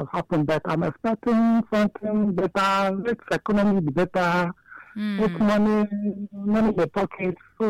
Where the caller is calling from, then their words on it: Afikpo, Ebonyi, Nigeria; from Afikpo.